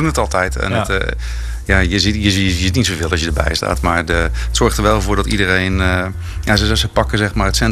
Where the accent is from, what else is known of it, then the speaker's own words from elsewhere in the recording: Netherlands; uiteindelijk ben ik toch gewoon een Hollander.